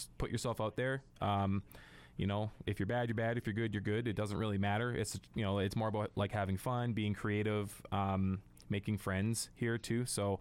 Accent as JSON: {"language": "English", "town": "Terrace", "region": "British Columbia", "country": "Canada", "tie": "born there", "lives_now": "Prince George, Canada", "said": "Yeah, I mean, I've been in Prince George for 12 years. I was born in Terrace."}